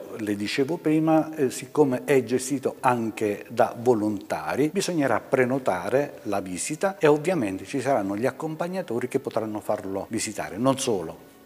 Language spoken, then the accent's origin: Italian; Calabria, Italy; moved away; io non sono un pugliese, io sono prestato alla Puglia, sono calabrese, ma vivo qui da 40 anni.